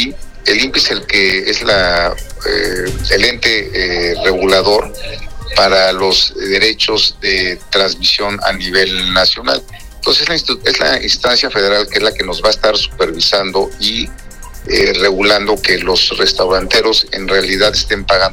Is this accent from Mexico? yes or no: yes; Mexico; porque ya sabes, como buen mexicano